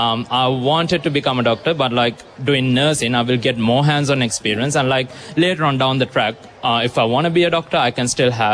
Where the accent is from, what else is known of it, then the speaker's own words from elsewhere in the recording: Sri Lanka; moved away; because I'm originally from Sri Lanka.